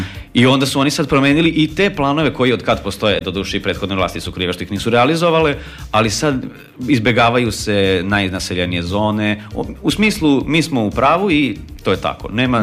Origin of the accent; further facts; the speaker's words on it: Novi Sad, Vojvodina, Serbia; Da, ja sam iz Novog Sada i ja radim u Novom Sadu. I ja mogu da primetim i vidim da Novi Sad ne liči uopšte na onaj Novi Sad u kom sam ja odrastao i u kom sam se školovao.